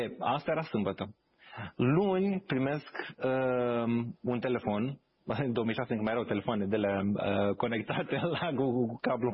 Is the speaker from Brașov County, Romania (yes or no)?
no; Târgu Bujor, Galați County, Romania; moved away as an adult; now in United States; M-am născut în Galați, dar am trăit până în clasa 8 la Târgu Bujor, care e și mai mic decât Galațiu, că 3.000 jumate de oameni. Și țin minte când m-am mutat în clasa 8, în clasa 8 am mutat la liceu în Galați.